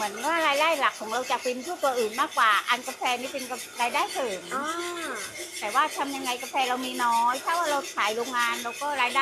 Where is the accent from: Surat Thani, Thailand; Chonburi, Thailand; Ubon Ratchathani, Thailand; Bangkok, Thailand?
Surat Thani, Thailand; now in Ranong, Thailand; เป็นคนสุราษฎร